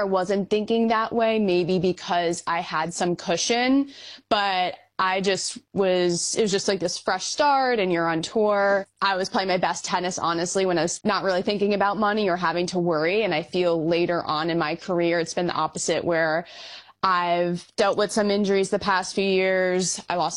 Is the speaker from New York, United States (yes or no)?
yes; New York, United States; but I'm from New York, so US Open is a special place to me, just in my backyard.